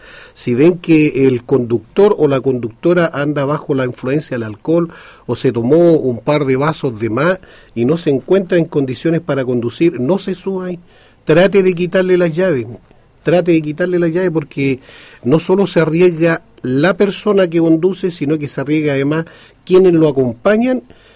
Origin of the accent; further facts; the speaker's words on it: Chile; somos chilenos, somos, ¿sí?, patriotas